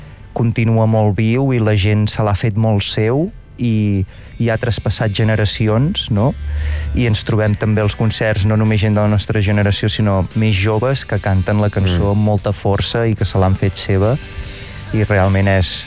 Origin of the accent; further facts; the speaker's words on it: Catalonia, Spain; com que som de la Garrotxa